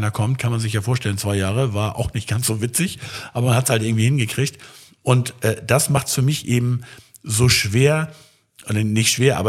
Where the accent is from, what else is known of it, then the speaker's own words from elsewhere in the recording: Schleswig, Schleswig-Holstein, Germany; Ich komme ja aus Schleswig, also ich bin ja geboren in Schleswig. Und da gibt es unten an der Schlei einen Stadthafen